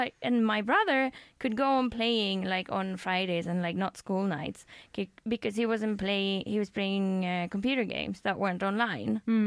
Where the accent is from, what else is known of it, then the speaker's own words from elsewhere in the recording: Spain; moved away; Well, I'm from Spain